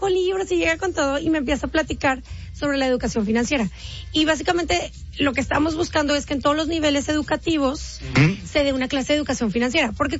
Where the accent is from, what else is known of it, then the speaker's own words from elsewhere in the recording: Monterrey, Nuevo León, Mexico; pero yo soy de Monterrey. Tengo años siendo aquí de Monterrey, soy regia.